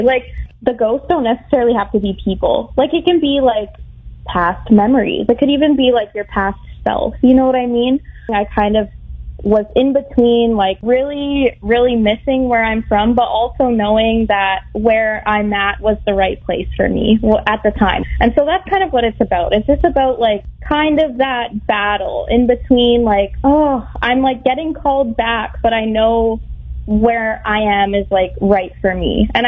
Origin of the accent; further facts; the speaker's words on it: Lac-La-Biche, Alberta, Canada; I'm actually from a town called Lac-La-Biche in Alberta.